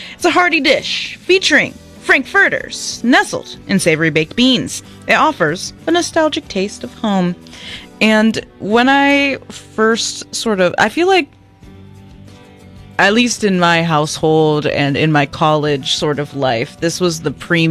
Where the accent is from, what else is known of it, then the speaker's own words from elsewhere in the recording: New England, United States; I'm from New England.